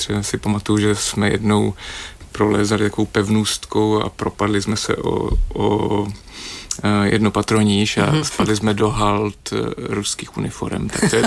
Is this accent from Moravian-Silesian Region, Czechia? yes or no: no; Olomouc, Olomouc Region, Czechia; Tak moje dětství se sice v krásné Olomouci odehrávalo, ale na sídlišti, které vznikalo na periferii.